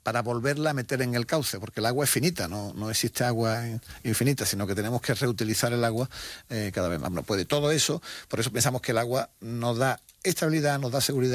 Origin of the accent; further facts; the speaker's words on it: Spain; Bueno, no sé, a lo mejor en mi tierra aquí o quizás no. Pero sí deberíamos conocer el valor del agua, porque lo que sí hacemos bien los españoles es, cuando nos dan una nota de que hay que ahorrar agua y tal, hacerlo.